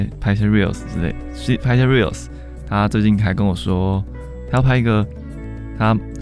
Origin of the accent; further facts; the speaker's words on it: Tamsui, New Taipei, Taiwan; 淡水哦，淡水老街已经是淡水老街。 我们 淡水人基本上也会去 散步走走，那个地方真的吹吹海